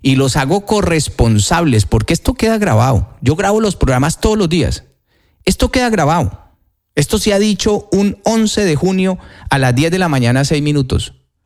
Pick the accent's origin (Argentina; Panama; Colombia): Colombia; moved away; si tengo algún día pensado en que me quiero regresar, en que me quiero establecer en mi país